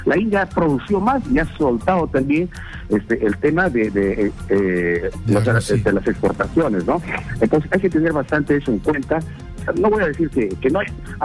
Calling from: Yurimaguas, Loreto, Peru; yo soy de Yurimaguas, acá tenemos una asociación de arroceros

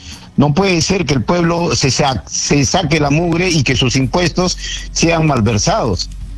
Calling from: Chao, La Libertad, Peru; le hablo desde el distrito de Chao, región La Libertad, provincia de Virú.

